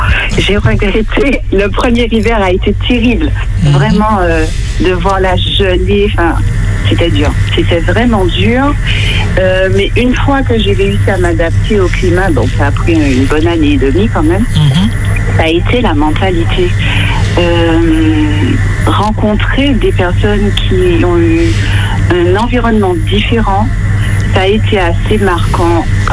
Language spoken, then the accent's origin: French; Martinique; moved away as an adult; now in France